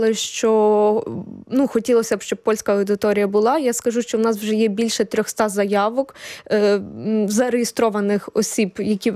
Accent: Ternopil Oblast, Ukraine; born or raised there; also born or lived in Kyiv

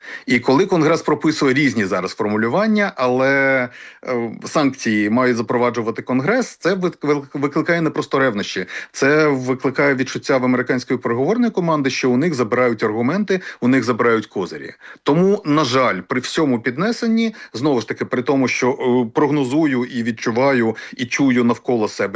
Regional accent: Odesa, Odesa Oblast, Ukraine; Знаєте, я з Одеси

